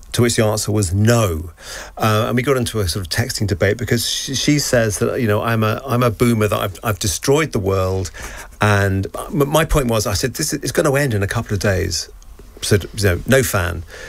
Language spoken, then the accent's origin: English; Croydon, London, United Kingdom; my mum was from Bolivia, and when I grew up in Croydon